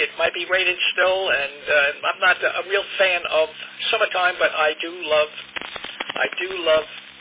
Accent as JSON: {"language": "English", "region": "New York", "country": "United States", "accent": "New York", "moved": "as an adult", "lives_now": "Florida, United States", "said": "78 in a few months. … I've been down here in Florida since 2003, so a little over 22 years, but I really haven't lost my New York accent"}